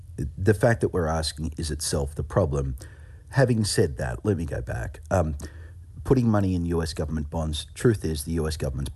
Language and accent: English; Australia; a more functional democracy like my home country of Australia or Canada